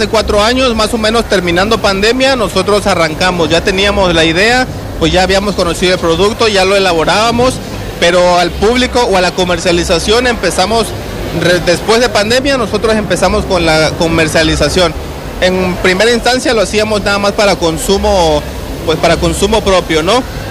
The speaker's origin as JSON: {"language": "Spanish", "town": "Huimanguillo", "region": "Tabasco", "country": "Mexico", "said": "Nosotros somos de Huimanguillo, pero bueno, tenemos entregas, gracias a Dios, hemos ido avanzando y tenemos ya entregas aquí en Villahermosa."}